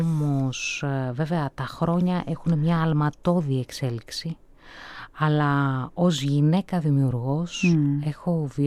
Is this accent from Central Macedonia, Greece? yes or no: yes; Thessaloniki, Central Macedonia, Greece; now in Athens, Greece; μεγάλωσα στη Θεσσαλονίκη